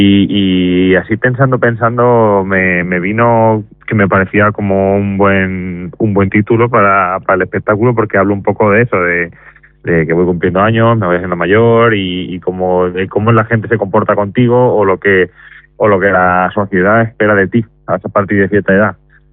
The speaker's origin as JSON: {"language": "Spanish", "town": "Albacete", "region": "Castilla-La Mancha", "country": "Spain", "said": "Yo en concreto soy de Albacete, que es donde han salido varios cómicos muy reconocidos como Goyo Jiménez, Ernesto Sevilla, Joaquín Reyes, Raúl Cima, etcétera."}